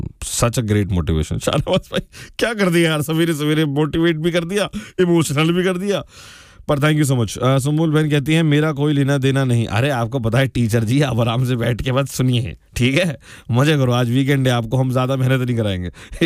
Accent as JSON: {"language": "Hindi", "region": "Delhi", "country": "India", "said": "ये तो मेरे मोहल्ले की बात हो गई, सिर्फ शहर की नहीं।"}